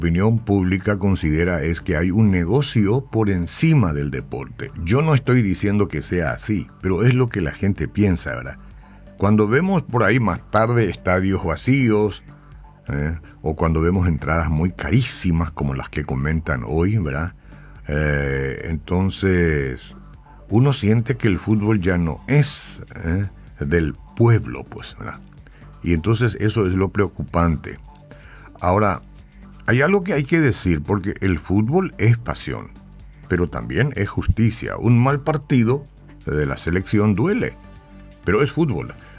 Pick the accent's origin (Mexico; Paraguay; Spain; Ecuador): Paraguay